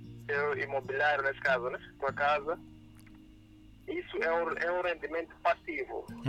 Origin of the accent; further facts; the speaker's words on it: Maputo, Mozambique; born there; Meus pais são de Nampula, mas eu nasci em Maputo.